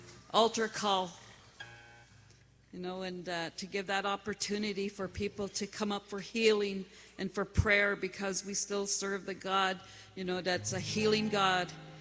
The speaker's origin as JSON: {"language": "English", "town": "Moosonee", "region": "Ontario", "country": "Canada", "said": "from Moosonee, and, you know, I have some family here in Lac-Seul."}